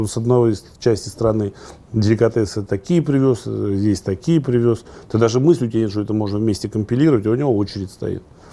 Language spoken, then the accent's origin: Russian; Oryol, Oryol Oblast, Russia; Это в Орле, да.